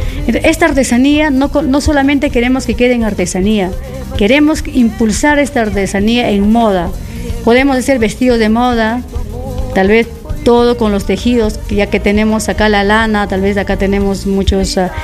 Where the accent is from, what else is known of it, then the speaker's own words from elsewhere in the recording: Huanta, Ayacucho, Peru; no porque soy de Huanta